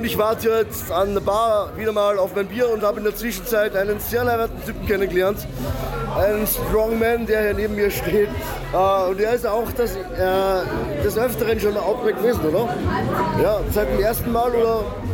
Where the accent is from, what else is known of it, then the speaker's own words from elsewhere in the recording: Bad Gastein, Salzburg, Austria; Ich bin in Gastein aufgewachsen.